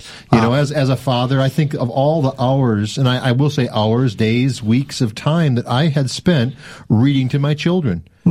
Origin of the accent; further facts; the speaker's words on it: Pacific Northwest, United States; I come from the West Coast, Northwest, and we're in the Northwest